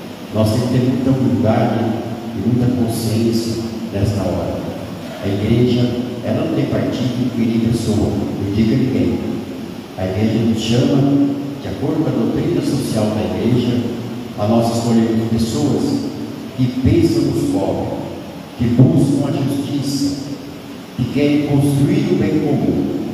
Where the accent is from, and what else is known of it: Brazil